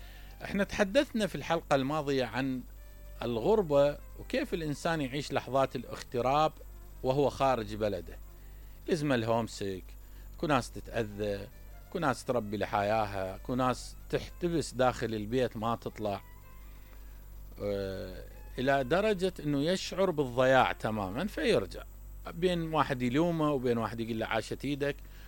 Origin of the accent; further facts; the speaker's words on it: Basra, Basra Governorate, Iraq; يعني أنا أطلع من البصرة ما أقدر أعيش بالديوانية، ما أقدر أعيش ببغداد، ما أقدر أعيش بسليمانية،